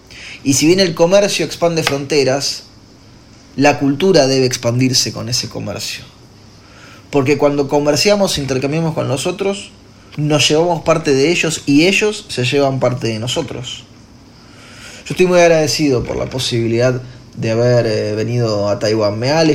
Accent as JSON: {"language": "Spanish", "country": "Argentina"}